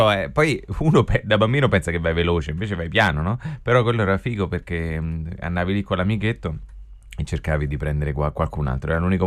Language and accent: Italian; Fabriano, Marche, Italy; di Fabriano, provincia di Ancona, nelle Marche.